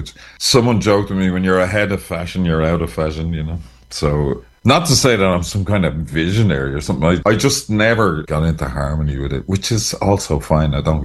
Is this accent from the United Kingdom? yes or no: no; Ireland; It took a lot of courage for us to even talk about being Irish.